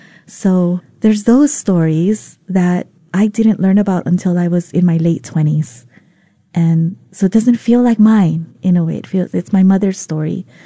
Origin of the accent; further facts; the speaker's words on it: Honolulu, Hawaii, United States; first language Vietnamese; English is a second language; also born or lived in Nha Trang, Vietnam; help all the families who came to our apartment in Makiki. I grew up there